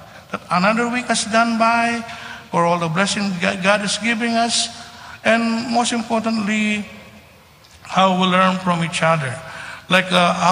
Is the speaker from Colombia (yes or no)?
no; Philippines; I came from the Philippines, and I guess some people were here, come from different countries